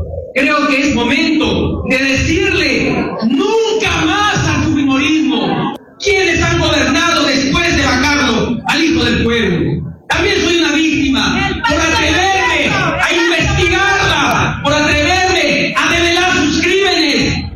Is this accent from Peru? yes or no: yes; Arequipa, Peru; sobre todo, como arequipeño, exhortar que otro arequipeño como Jorge Nieto pueda decirle a los arequipeños y desde Arequipa también sí a Roberto Sánchez.